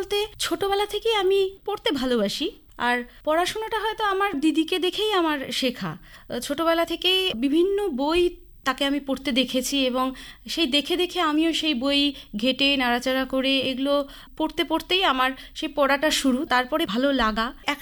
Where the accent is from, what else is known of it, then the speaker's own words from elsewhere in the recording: Jalpaiguri, West Bengal, India; আমার জন্ম কর্ম সব কিছুই, সব সূত্রেই আমি জলপাইগুড়ি। আমি জলপাইগুড়ি শহরে ছোট থেকেই বড় হয়েছি, আর উত্তরবঙ্গের এই ভূপ্রকৃতিতে আমি একেবারেই নিজেকে মানিয়ে নিয়েছি। আর পড়াশুনো থেকে শুরু করে আমার চাকরি জীবন গোটাটাই অঞ্চলভিত্তিক।